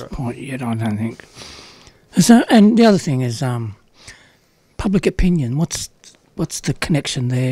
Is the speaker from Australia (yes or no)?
yes; Australia; We didn't learn anything growing up here in Australia.